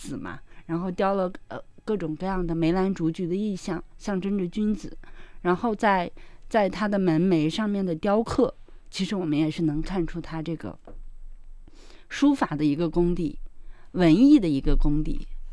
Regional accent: China; 我们中国人

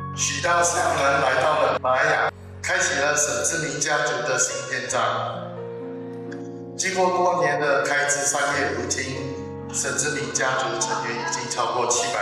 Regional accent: Malacca, Malaysia; 我是来自马来西亚马六甲的 … ，我感到非常荣幸能够代表法轮法在这里为大家致辞。

